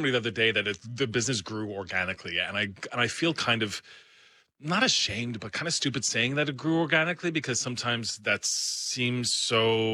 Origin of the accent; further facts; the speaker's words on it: Newfoundland and Labrador, Canada; I'm from Newfoundland.